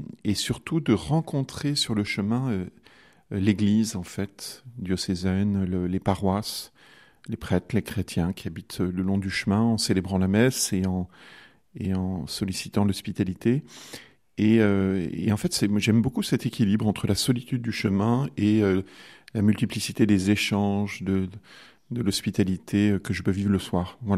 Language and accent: French; Montferrier-sur-Lez, Occitanie, France; born there; now in Orne, France; Je suis passé à Montferrier, un village où j'ai vécu quand j'étais enfant.